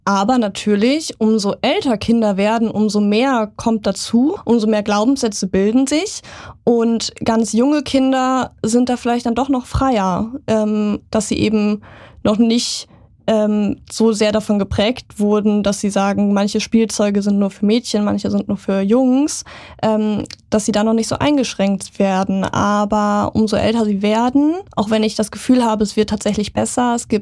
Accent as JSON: {"language": "German", "town": "Münster", "region": "North Rhine-Westphalia", "country": "Germany", "tie": "born or raised there", "also_born_or_lived": "Würzburg", "said": "Ich bin hier in Münster geboren und aufgewachsen."}